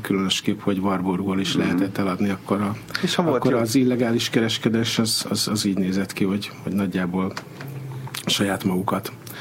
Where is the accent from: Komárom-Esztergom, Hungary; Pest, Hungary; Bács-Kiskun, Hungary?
Pest, Hungary; Budaörs; én Budaörsi vagyok